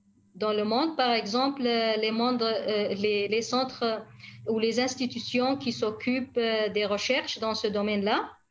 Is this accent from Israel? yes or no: no; Rojava, Syria